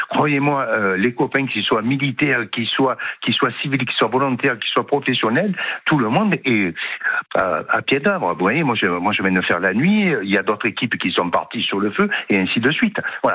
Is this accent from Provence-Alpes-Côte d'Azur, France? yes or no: yes; Provence-Alpes-Côte d'Azur, France; chez nous en Provence et dans le sud